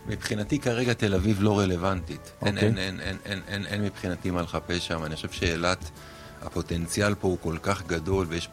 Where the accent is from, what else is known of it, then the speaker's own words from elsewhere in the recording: Dimona, Southern District, Israel; moved away as an adult; now in Eilat, Israel; אני נולדתי בדימונה, גדלתי בדימונה